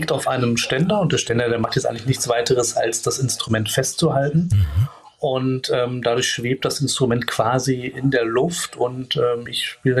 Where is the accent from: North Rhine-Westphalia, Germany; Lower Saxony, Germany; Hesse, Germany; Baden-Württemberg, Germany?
Lower Saxony, Germany; Göttingen; Und ich bin in Göttingen geboren und aufgewachsen.